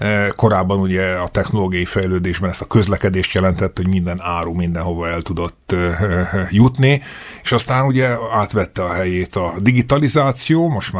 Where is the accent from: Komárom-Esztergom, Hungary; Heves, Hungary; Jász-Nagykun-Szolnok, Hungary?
Heves, Hungary; Eger; moved away; Én Egerben nőttem föl, itt voltam diák, itt ugye a régi ötös iskolába jártam, ami ugye nem messze van innen a Szent István Rádió stúdiójától a szomszédba éppen a sarkon, aztán pedig a Gárdonyi gimnáziumba